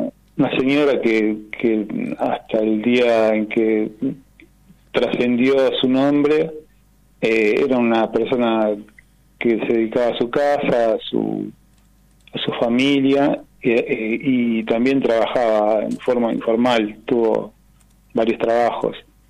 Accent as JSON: {"language": "Spanish", "town": "Temperley", "region": "Buenos Aires Province", "country": "Argentina", "tie": "born or raised there", "moved": "yes", "lives_now": "La Plata, Argentina", "said": "nosotros somos del barrio San José de Temperley, ahí es donde vivía con mi papá y con mis hermanos y yo."}